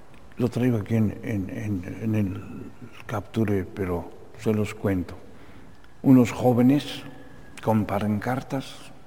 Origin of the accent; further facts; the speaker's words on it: Mexico City, Mexico; Y yo vengo de Chilangolópolis